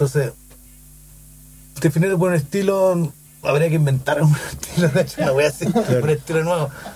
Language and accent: Spanish; Santiago, Santiago Metropolitan Region, Chile; born there; also born or lived in Cerrillos / Maipú / Pedro Aguirre Cerda / La Florida; Yo ahora vivo en Santiago Centro.